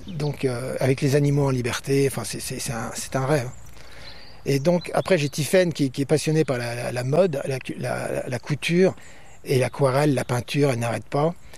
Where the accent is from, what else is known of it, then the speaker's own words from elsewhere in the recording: Paris, Île-de-France, France; born there; moi je suis né à Paris, parce que mon père travaillait à Paris aux arts décoratifs, etc.